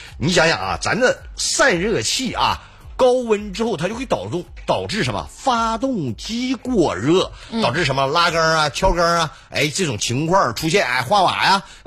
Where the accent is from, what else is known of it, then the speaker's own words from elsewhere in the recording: Fengcheng, Liaoning, China; 那台车就跟我在高速上回我丹东凤城老家，